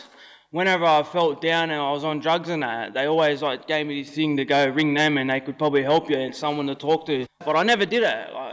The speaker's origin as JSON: {"language": "English", "town": "Newcastle", "region": "New South Wales", "country": "Australia", "said": "I'm from Newcastle, my tribe's Warramai."}